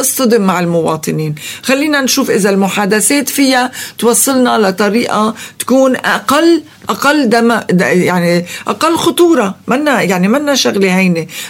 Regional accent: Lebanon; منشان هيك نحن كلبنانيين قلنا كلمتنا

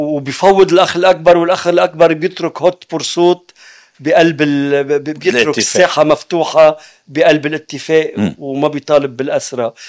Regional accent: Lebanon; أنا كلبناني

